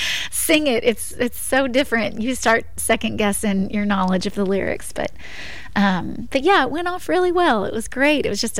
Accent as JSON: {"language": "English", "town": "Kerrville", "region": "Texas", "country": "United States", "tie": "born or raised there", "said": "I'm originally from Kerrville"}